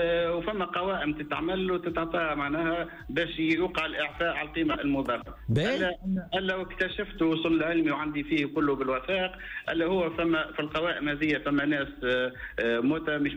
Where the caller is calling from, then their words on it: Tunisia; أنا مواطن تونسي ومهندس رئيس ورئيس إدارة محلية تابعة لمندوبية الفلاحة بالمنستير.